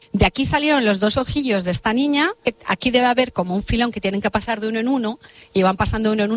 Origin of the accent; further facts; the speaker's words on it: Spain; en Yemen fui en 2015 la primera periodista española en cubrir Yemen.